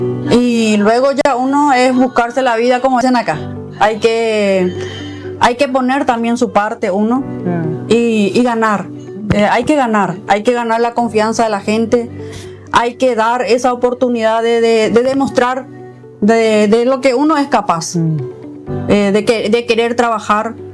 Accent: Ciudad del Este, Alto Paraná, Paraguay; moved away as an adult; also born or lived in Madrid; now in Spain; Ciudad del Este, soy franqueña.

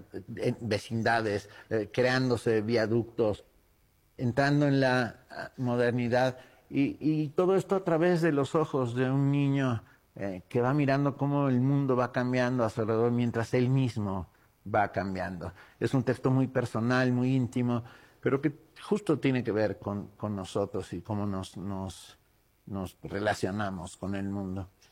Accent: Mexico; Me parece vital e importantísima y necesarísima para entendernos como mexicanos.

